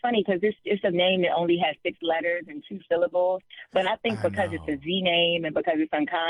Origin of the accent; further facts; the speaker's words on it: New York, United States; I'm originally from New York. Yeah, I grew up in Harlem.